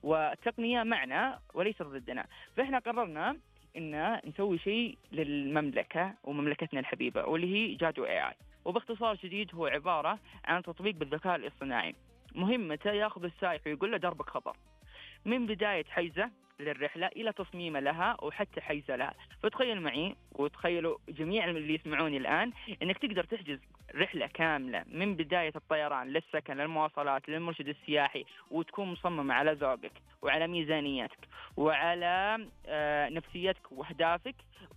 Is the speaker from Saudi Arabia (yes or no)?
yes; Saudi Arabia; على عاتقنا كجادو او كسعوديين لابد ان نساهم في هذه التنميه ونشارك العالم هذا التطور الكبير